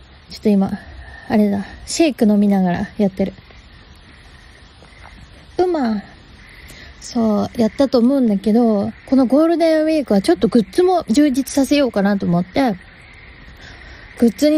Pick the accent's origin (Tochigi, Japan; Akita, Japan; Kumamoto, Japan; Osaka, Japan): Tochigi, Japan; 4月5日栃木県佐野市、地元の栃木県でやりましたお花火ライブの様子をここからお聞きください。